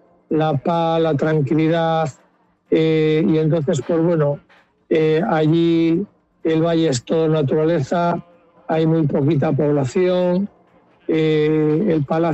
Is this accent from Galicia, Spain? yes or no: yes; Ourense, Galicia, Spain; born there; yo nací en Orense